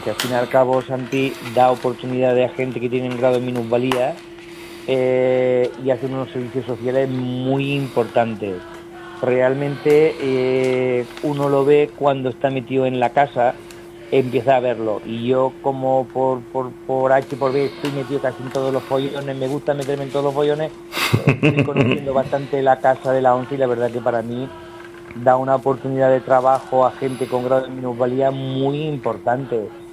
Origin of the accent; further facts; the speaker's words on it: Menorca, Balearic Islands, Spain; viviendo 30 años vivo en Alayor. Y llevo toda mi vida en Menorca